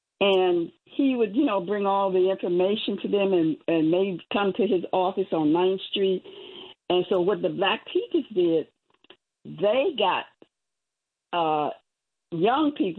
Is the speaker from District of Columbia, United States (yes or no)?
yes; Washington, District of Columbia, United States; born there; Now, I was born in Foggy Bottom. Now, I think they consider it as Georgetown now, but when I was born over there, it was the bottom and where black people live, okay?